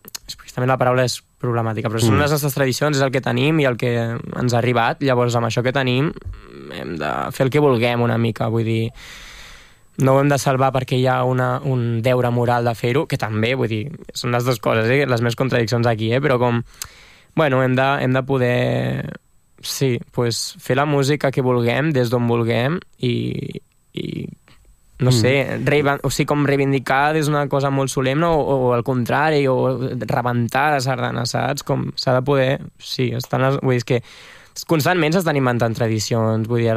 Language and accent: Catalan; Catalonia, Spain; com a catalans